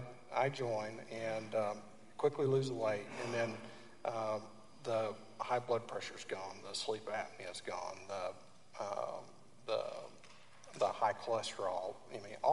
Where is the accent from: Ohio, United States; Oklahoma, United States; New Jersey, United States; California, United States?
Oklahoma, United States